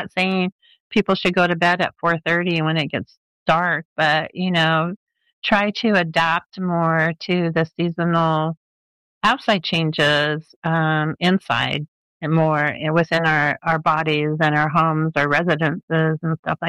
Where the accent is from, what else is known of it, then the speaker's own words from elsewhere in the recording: Los Angeles, California, United States; I was born where if it got below 65, we'd put on a jacket. So I grew up in Los Angeles where we didn't really have extremes of temperatures that much.